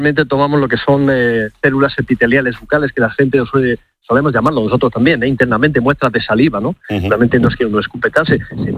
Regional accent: Andalusia, Spain; Claro, en este caso concreto de Almería, que por cierto es mi tierra y no muy lejos de por allí

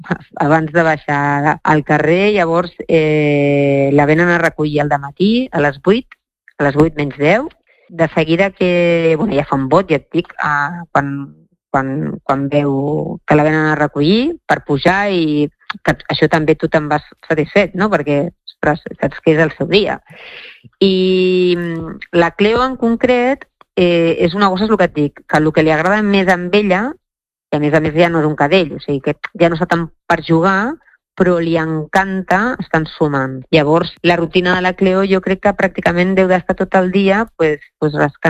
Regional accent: Barcelona, Catalonia, Spain; Nosaltres som de Barcelona, però estàvem allà per temes familiars

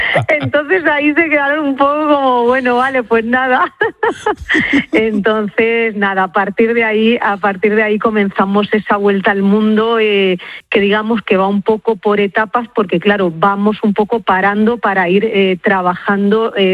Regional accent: Tobarra, Castilla-La Mancha, Spain; Pues somos de un pueblo de Albacete, Tobarra.

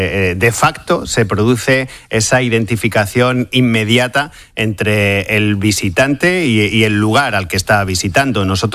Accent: Murcia, Region of Murcia, Spain; Sin ir más lejos, yo soy de Murcia

